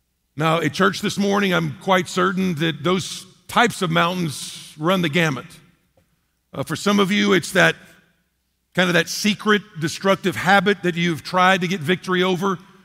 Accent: Texas, United States; moved away as an adult; also born or lived in Western North Carolina; growing up in Texas, going to school in Lubbock and Fort Worth, et cetera

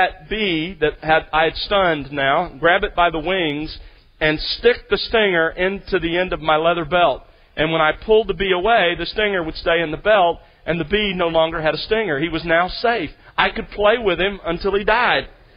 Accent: Alabama, United States; as a boy growing up in South Alabama

